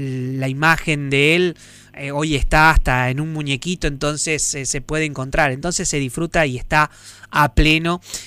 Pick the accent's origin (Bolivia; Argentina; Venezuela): Argentina; con nosotros como argentinos.